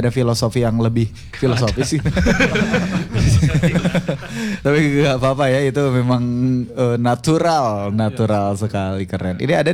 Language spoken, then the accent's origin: Indonesian; Bandung, West Java, Indonesia; sebagai warga Bandung juga